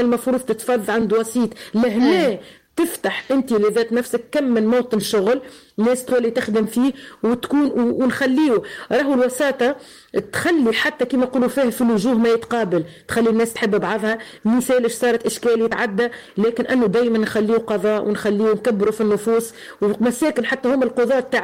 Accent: Tunisia

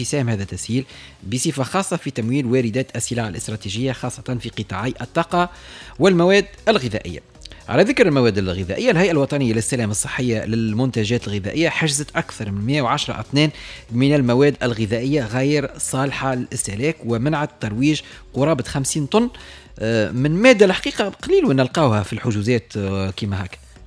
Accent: Tunisia; هو عندنا في تونس

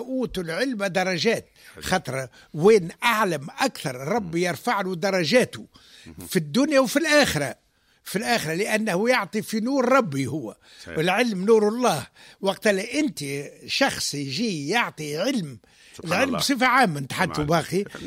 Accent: Tunisia; احنا عنا في من تونس برك

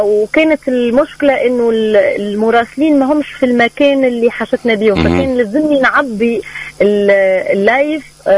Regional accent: Tunis, Tunis Governorate, Tunisia; اني انا بنت العاصمه

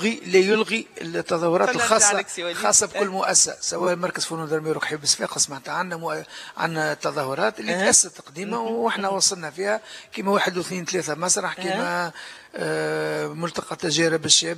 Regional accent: Sfax Governorate, Tunisia

